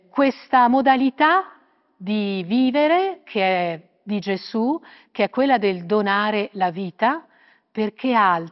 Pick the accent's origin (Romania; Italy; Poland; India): Italy; Umbria; Nella mia terra umbra non posso non ricordare l'infiorata di Spello